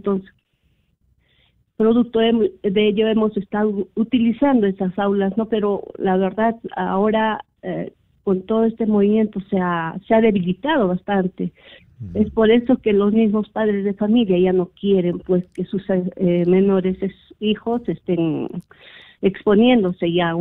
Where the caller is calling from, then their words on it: Chupaca, Junín, Peru; Soy docente de la Institución Educativa Héroes de Chupaca, de acá del barrio de Vista Alegre, de la distrito provincia de Chupaca.